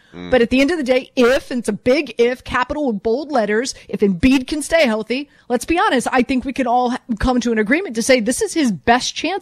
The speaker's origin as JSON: {"language": "English", "town": "Miami", "region": "Florida", "country": "United States", "moved": "as an adult", "said": "I'm from the 305. I'm from Miami and, covered that team. I was not in Miami. I left Miami the second year Shaq was there."}